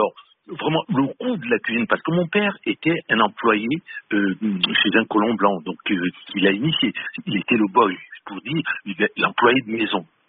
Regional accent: Cameroon; now in France; quand je suis parti du Cameroun et que j'arrive en France, les manioc que je vois dans les étals, je n'en reviens pas.

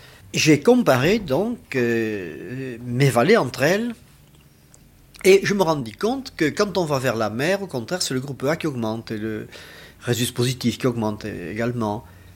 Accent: Southern France, France; accent: Midi; moved away as an adult; Moi j'arrivais très intimidé avec mon accent du Midi, parce que je ne connaissais pas Paris

